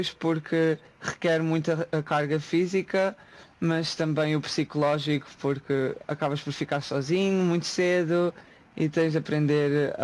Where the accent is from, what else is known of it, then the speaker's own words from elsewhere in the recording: Barreiro, Lisbon, Portugal; moved away as an adult; also born or lived in Leiria; now in Estonia; Eu sou do Barreiro.